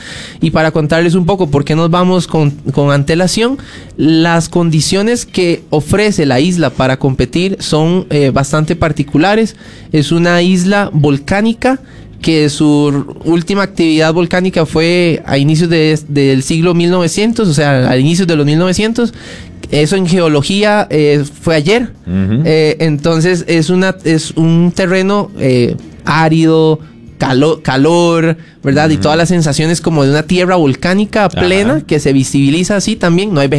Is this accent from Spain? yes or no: no; Costa Rica